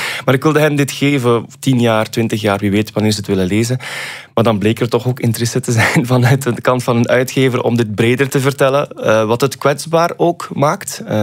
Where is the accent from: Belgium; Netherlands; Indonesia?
Belgium; Bruges, Flanders; En ja, ik ben zelf uit Brugge afkomstig. Dat is ook een stad waar heel wat schoonheid...